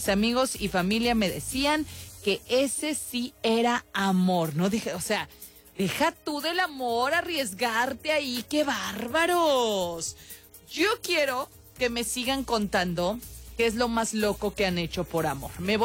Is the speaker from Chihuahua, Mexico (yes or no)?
no; Celaya, Guanajuato, Mexico; Te platico, yo soy de Celaya y cuando salí de la universidad entré a hacer mis prácticas en una empresa.